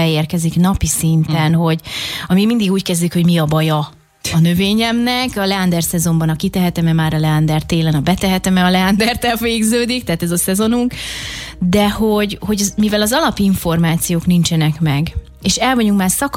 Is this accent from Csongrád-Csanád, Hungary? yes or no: no; Budapest, Hungary; now in Homokhátság, Hungary; Én a 16. kerületben, Kertvárosban nőttem föl egyébként, tehát független attól, hogy most a homokhátságon tengetem a homoksivatagba az életemet.